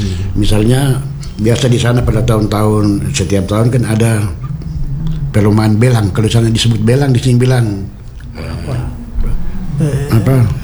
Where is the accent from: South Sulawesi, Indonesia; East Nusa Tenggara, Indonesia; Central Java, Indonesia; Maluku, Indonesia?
Maluku, Indonesia